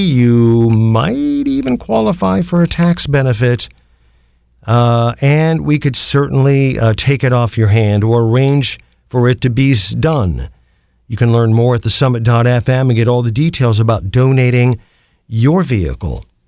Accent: Canton, Ohio, United States; non-commercial public radio for Akron and my hometown of Canton, the Hall of Fame city

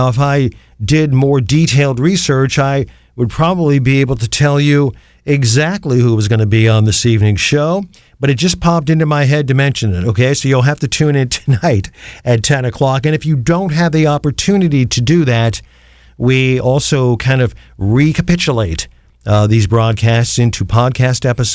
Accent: Canton, Ohio, United States; Non-commercial public radio for Akron in my hometown of Canton, the Hall of Fame City at 91.3 FM.

